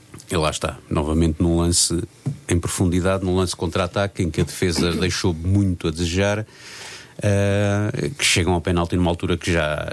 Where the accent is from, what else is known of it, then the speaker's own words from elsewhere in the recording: Torres Vedras, Lisbon, Portugal; o Torriense é a equipa da minha terra natal